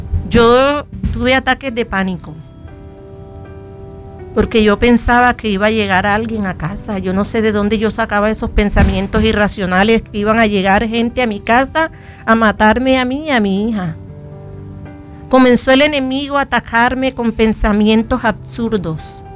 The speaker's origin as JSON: {"language": "Spanish", "country": "Colombia", "said": "Y como somos los colombianos"}